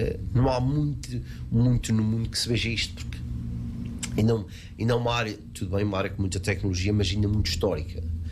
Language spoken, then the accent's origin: Portuguese; Portugal